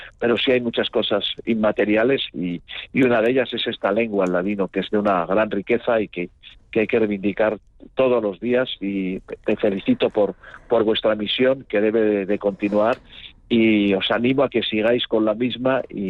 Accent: Spain; como españoles creo que tenemos el deber de reivindicarlo

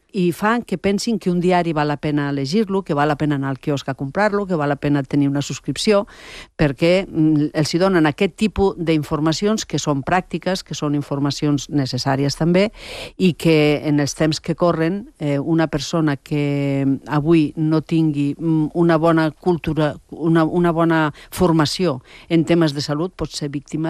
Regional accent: Catalonia, Spain; accent: Ponent; I a més em sorprèn l'accent de Ponent que tinc. Tinc un accent de Ponent total.

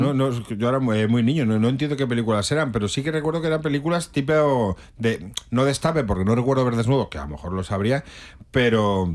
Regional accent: Ribadelago, Castile and León, Spain; En mi pueblo, se llama Riva del Lago, hubo una tragedia, se rompió una presa en los años 50, en el año 59.

